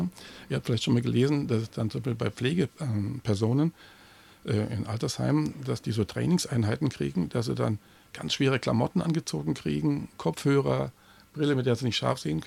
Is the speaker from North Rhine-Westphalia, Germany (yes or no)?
no; Bavaria, Germany; ich komme aus Bayern, da gab es wirklich üblen Wirtschaftsschlägereien mit zerbrochenen Mastkrügen.